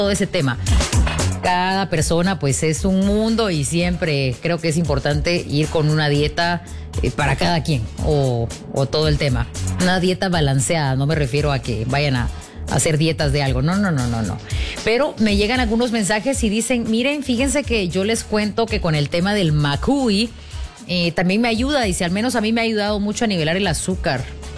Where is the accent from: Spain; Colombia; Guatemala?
Guatemala; Yo sé, hoy no es lunes, pero como buen chapín, aunque haya calor, tomamos caldito de macuy, ¿sí o no?